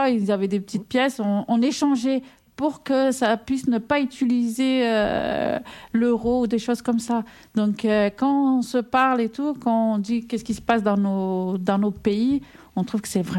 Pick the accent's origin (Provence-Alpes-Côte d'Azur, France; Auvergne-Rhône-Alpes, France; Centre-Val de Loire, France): Provence-Alpes-Côte d'Azur, France; Marseille; born there; je ne suis pas née à Mayotte, je ne suis pas née non plus aux Comores, je suis née à Marseille. Mm-hmm. Mais pour moi, je ne vais pas dire je suis française, je vais dire je suis comorienne.